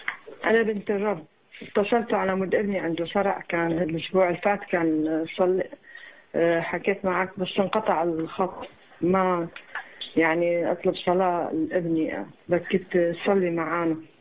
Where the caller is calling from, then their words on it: Netherlands; ما أنا من هولندا